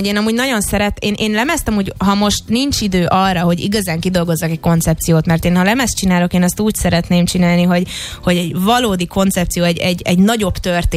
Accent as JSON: {"language": "Hungarian", "country": "Hungary", "said": "magyar vagyok"}